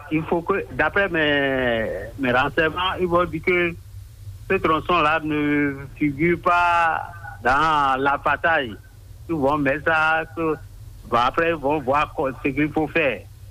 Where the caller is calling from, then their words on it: Porto-Novo, Ouémé, Benin; Je vous appelle de Porte-Novo.